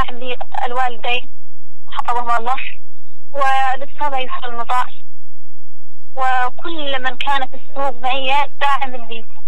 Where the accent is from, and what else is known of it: Yemen